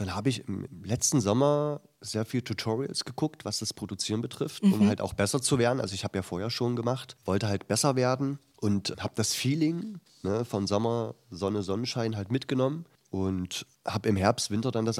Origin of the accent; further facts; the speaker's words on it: Halle, Saxony-Anhalt, Germany; Genau, ich lebe schon seit meiner Geburt hier sozusagen.